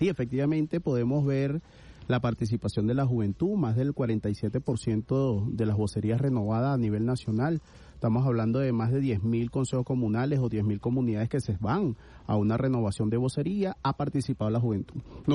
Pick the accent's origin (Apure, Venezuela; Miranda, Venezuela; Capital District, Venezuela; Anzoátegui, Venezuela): Capital District, Venezuela; Caracas; nosotros como caraqueños